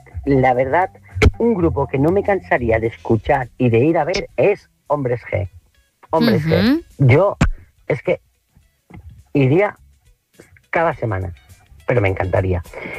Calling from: Palma de Mallorca, Balearic Islands, Spain; de Palma de Mallorca.

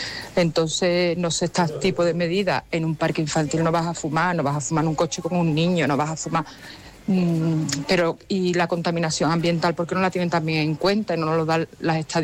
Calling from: Écija, Andalusia, Spain; de Écija.

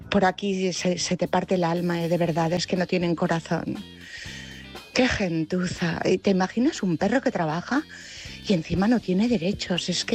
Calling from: Palma, Balearic Islands, Spain; de Palma.

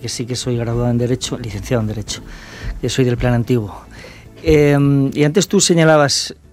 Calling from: Asturias, Spain; los asturianos estamos muy orgullosos

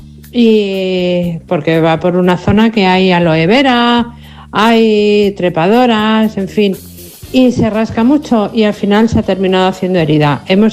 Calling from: Leganés, Community of Madrid, Spain; de Leganés.

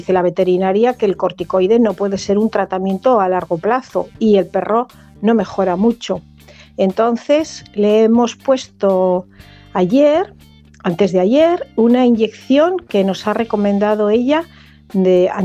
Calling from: Santander, Cantabria, Spain; de Santander.

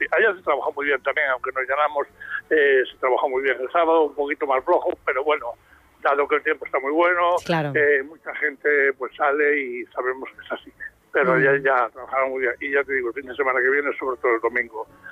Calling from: A Guarda, Galicia, Spain; soy de Guardia

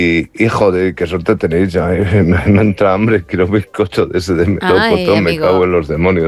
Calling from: Madrid, Community of Madrid, Spain

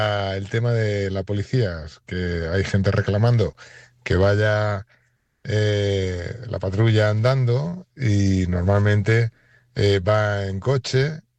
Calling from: Elda, Valencian Community, Spain; yo llamo desde Elda

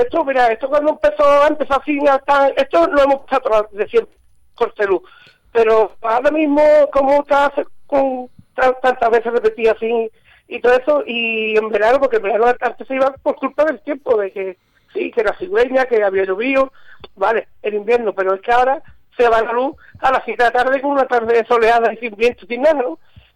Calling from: Spain; aquí estamos en la pedanía de Medina, a los Guadalejos.

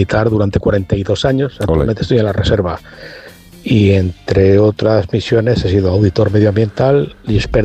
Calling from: Segovia, Castile and León, Spain; de Segovia.

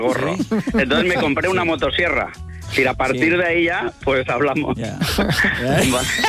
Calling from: Valencia, Valencian Community, Spain; soy de Valencia.

